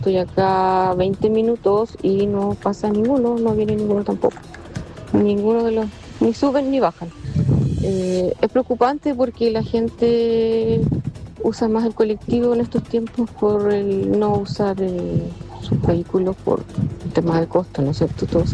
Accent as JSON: {"language": "Spanish", "town": "Puente Alto", "region": "Santiago Metropolitan Region", "country": "Chile", "said": "Mire, yo soy de Valle Volcán y tenemos siempre un problema con los colectivos el día sábado"}